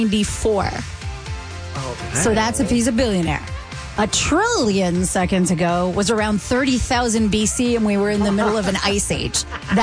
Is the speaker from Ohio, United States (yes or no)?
no; New York, United States; moved away; As you know, I'm from New York